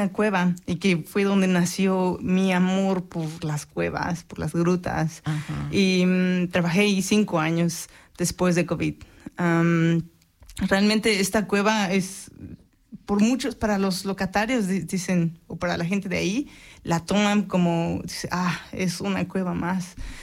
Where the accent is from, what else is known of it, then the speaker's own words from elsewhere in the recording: Mexico City, Mexico; Yo vengo de la Ciudad de México.